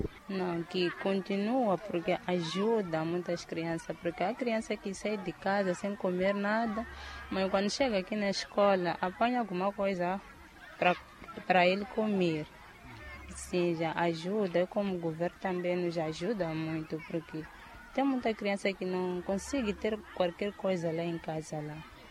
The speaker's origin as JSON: {"language": "Portuguese", "town": "Macaneta", "region": "Maputo", "country": "Mozambique", "said": "sou daqui de Macaneta, Macaneta 2."}